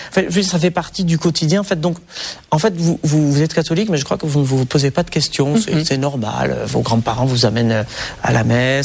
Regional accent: Nouvelle-Aquitaine, France; en grandissant au Pays Basque, donc on a un répertoire de cantiques qui est très différent des cantiques français.

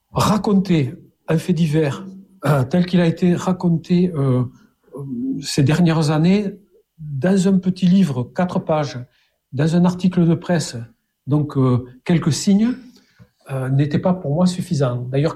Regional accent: Saint-Gaudens, Occitanie, France; born there; moi, je suis né en 57 à Saint-Gaudens. Donc, je suis un vieux bonhomme, hein, pas loin des 70 ans.

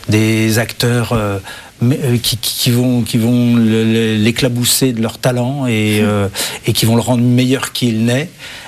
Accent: Paris, Île-de-France, France; Autant j'ai eu des échappées tout au long de ma vie de un ou deux ans à l'étranger assez régulièrement. Mais je suis né à Paris

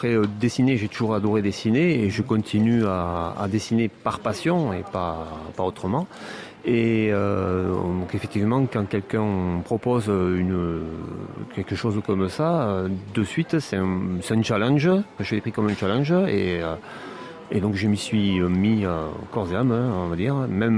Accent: Grand Est, France; je viens de Moselle

